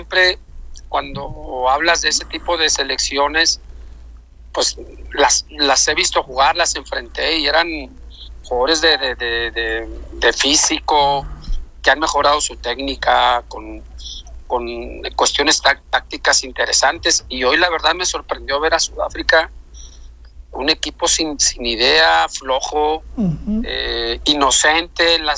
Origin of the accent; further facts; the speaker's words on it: Tepic, Nayarit, Mexico; also born or lived in Guadalajara; now in Monterrey, Mexico; estoy, Pepe, ahorita entre Tepic, mi ciudad natal, y Monterrey por cuestiones okay. de trabajo. Monterrey está mi familia.